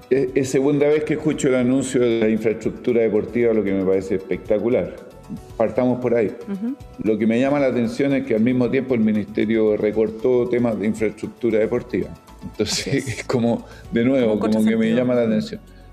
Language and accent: Spanish; Antofagasta, Chile; yo soy de Antofagasta.